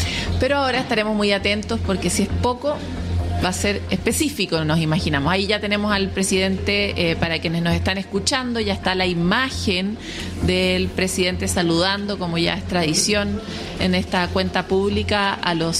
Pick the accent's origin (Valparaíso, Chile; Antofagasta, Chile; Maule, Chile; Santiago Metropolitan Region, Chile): Santiago Metropolitan Region, Chile; Santiago; yo como buena santiaguina